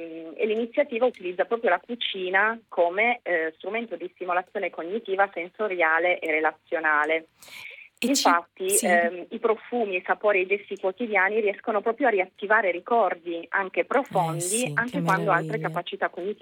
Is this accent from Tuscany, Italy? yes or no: no; Piedmont, Italy; pur da piemontese